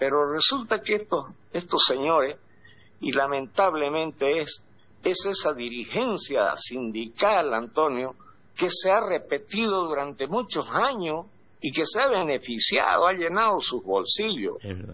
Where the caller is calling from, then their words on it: Santa Cruz, Bolivia; yo como cruceño y mucha gente cruceña